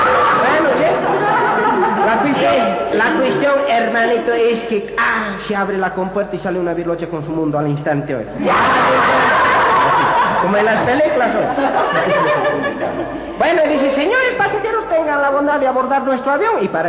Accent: Bolivia

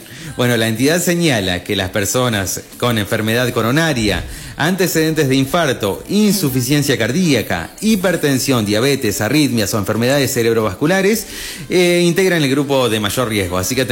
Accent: Argentina

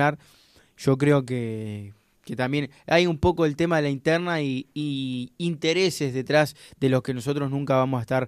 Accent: Uruguay

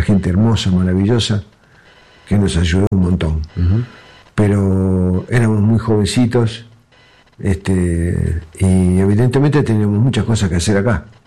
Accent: Argentina; Porque yo soy muy argentino, ese es el problema, ¿viste? Y para ellos, los argentinos les va mal, no les va muy bien, ¿viste? Somos medio muy melosos, somos muy pesados cuando hablamos

